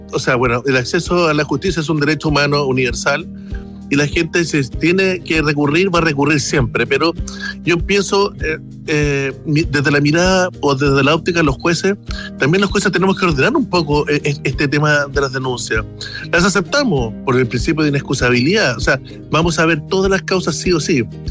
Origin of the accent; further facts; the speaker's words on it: Chile; Claro, como buen chileno.